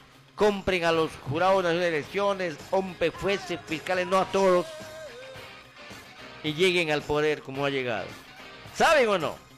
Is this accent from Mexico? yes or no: no; Peru